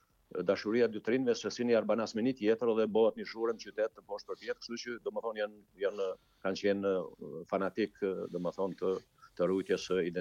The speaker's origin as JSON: {"language": "Albanian", "town": "Deçan", "country": "Kosovo", "lives_now": "Zadar, Croatia", "said": "nga Komuna Deçanit, tu kom marrë në Zarë me studiu e historinë e Arpit"}